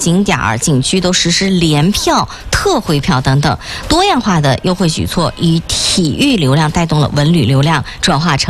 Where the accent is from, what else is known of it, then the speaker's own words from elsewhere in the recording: Northeast China, China; 也不光是展现出了咱们东北人乐观豁达的精神气质